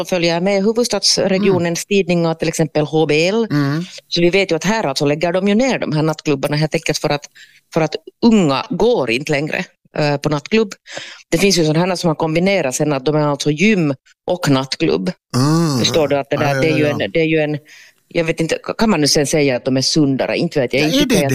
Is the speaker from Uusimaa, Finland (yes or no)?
yes; Porvoo, Uusimaa, Finland; now in Helsinki, Finland; Jag var ju ganska nyinflyttad i Helsingfors, jag hade flyttat från Borgå